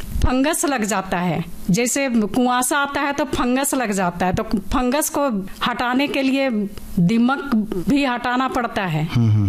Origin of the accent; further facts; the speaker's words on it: Jharkhand, India; मैं रहने वाली नामकुम के प्रखंड खरसीदाग।